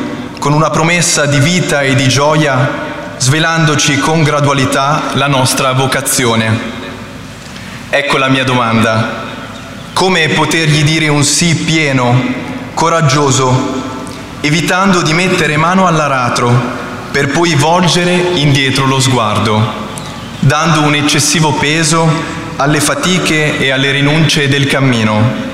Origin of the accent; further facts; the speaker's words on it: Bologna, Emilia-Romagna, Italy; ho 27 anni e vengo da Bologna.